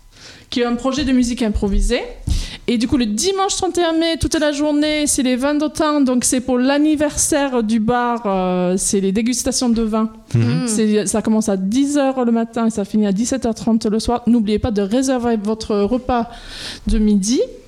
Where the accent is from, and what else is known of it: England, United Kingdom; French is a second language; now in Toulouse, France